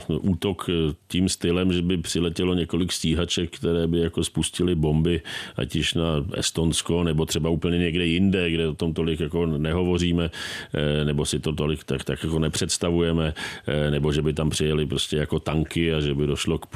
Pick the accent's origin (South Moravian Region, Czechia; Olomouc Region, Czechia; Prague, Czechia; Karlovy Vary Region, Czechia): Prague, Czechia; já jsem jako rodilý Pražák a jsem tady jako z Prahy